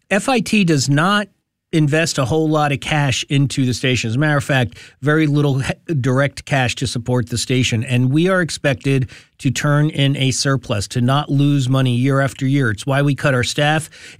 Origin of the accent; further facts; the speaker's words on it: Dover, New Jersey, United States; I grew up around Dover, New Jersey, and around Roxbury.